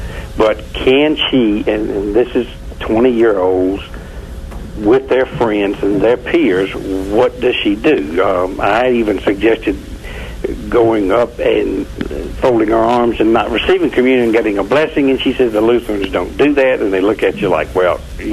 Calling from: Atlanta, Georgia, United States; Atlanta, Georgia.

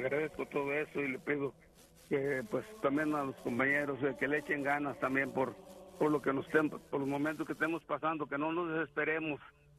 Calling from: Omaha, Nebraska, United States; le hablo de Omaha, Nebraska.

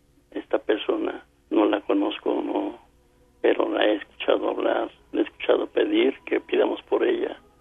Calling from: Querétaro, Mexico; le hablo de Querétaro.

